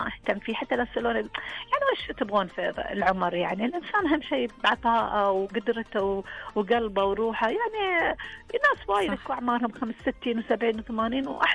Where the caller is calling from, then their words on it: Saudi Arabia; احنا السعوديين ما عندنا كده